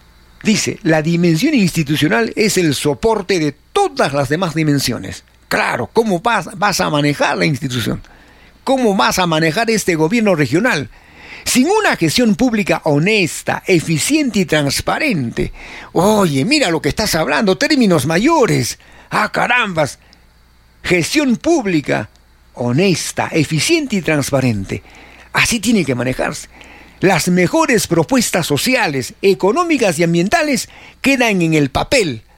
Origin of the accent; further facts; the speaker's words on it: Peru; somos un país de tercer mundo, somos un país en vías de desarrollo. ¿Qué somos los peruanos en realidad?